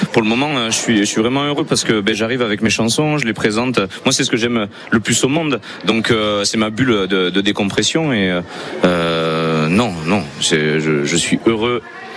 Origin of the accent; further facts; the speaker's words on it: Saint-Julien-de-Lampon, Nouvelle-Aquitaine, France; Moi, je suis issu de Saint-Julien-de-Lampont et de la campagne, quoi.